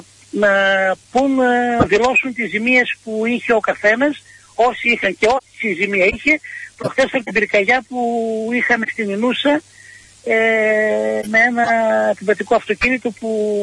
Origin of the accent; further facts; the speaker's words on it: Pentapoli, Central Macedonia, Greece; από το χωριό μου την Πεντάπολη